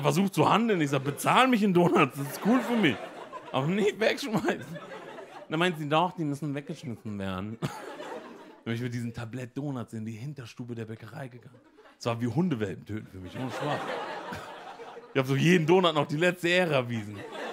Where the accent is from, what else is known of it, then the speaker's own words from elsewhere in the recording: Emden, Lower Saxony, Germany; Ich gehe ganz in den Norden. Ich bin aufgewachsen in Emden.